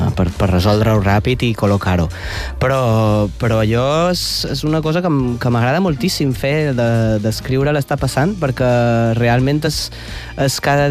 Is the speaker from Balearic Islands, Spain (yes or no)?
yes; Balearic Islands, Spain; Jo, al final, sóc de Mallorca